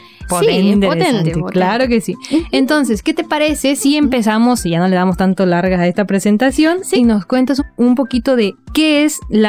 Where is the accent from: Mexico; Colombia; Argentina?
Mexico; soy licenciada en nutrición, vengo desde México